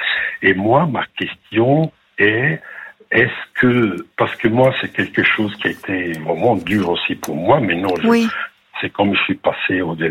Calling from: France; moi j'habite en France, mais elle est en Italie.

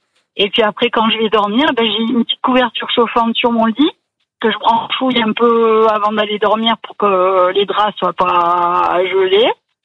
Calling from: Provence-Alpes-Côte d'Azur, France; Alors, je suis dans un petit village à côté

